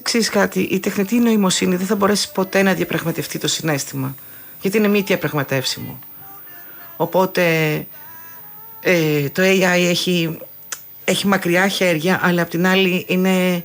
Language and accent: Greek; Kalamata, Peloponnese, Greece; Ναι, είμαι από την Καλαμάτα